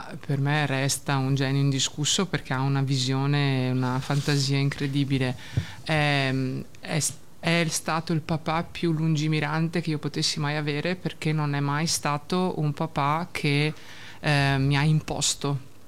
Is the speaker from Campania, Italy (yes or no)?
no; Veneto, Italy; Giustissimo, no? Okay. Veneta doc.